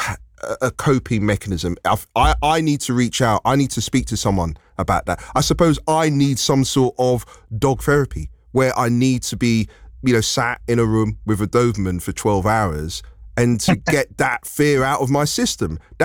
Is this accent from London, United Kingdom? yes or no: yes; London, United Kingdom; the flats where I grew up in Northwest London